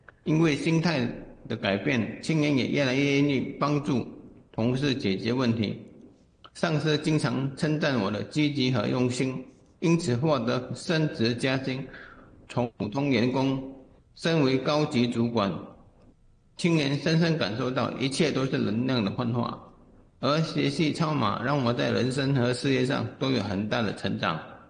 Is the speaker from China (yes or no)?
no; Malaysia; 各位听众大家好，我是来自马来西亚南马